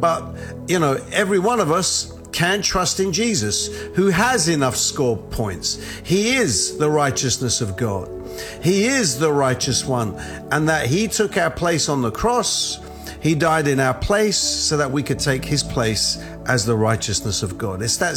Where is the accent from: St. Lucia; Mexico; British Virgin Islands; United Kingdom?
United Kingdom; moved away as an adult; now in United States; I'm a British evangelist who's living in the United States for some 8 years.